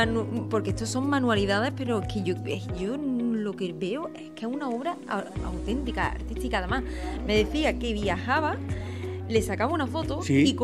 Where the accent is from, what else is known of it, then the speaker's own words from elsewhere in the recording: Córdoba, Andalusia, Spain; Yo soy de Córdoba